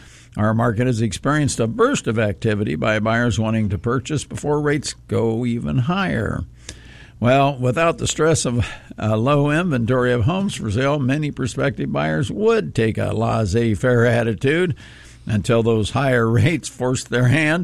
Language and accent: English; Ohio, United States; moved away; I grew up in Ohio.